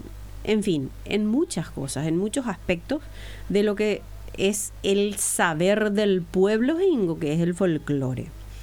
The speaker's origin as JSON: {"language": "Spanish", "country": "Paraguay", "said": "nuestra cultura, nuestra identidad como paraguayos."}